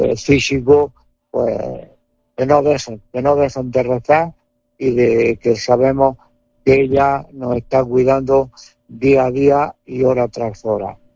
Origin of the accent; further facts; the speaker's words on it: Murcia, Region of Murcia, Spain; born there; moved away as an adult; now in Granada, Spain; la patrona de Granada y la patrona mía, aunque no soy nacido en Granada, que soy nacido en Murcia